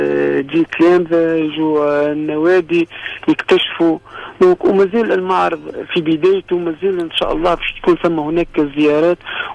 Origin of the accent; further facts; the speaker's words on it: Tunisia; بلادنا تونس في الجمهورية التونسية